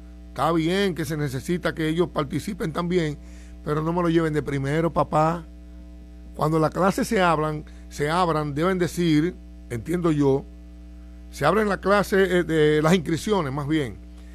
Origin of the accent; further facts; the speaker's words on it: Dominican Republic; para nosotros los dominicanos, para nuestros hijos